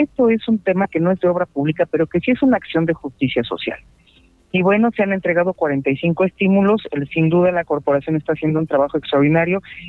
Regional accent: Mexico

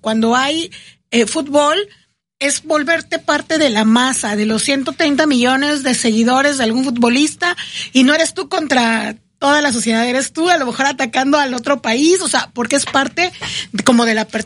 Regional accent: Mexico; somos mexicanos emocionales, no cívicos.

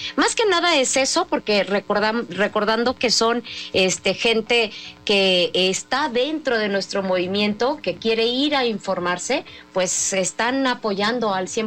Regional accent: Mexico; como mexicanas y mexicanos, nosotros somos parte de ese ejército que tenemos que defender a nuestro país

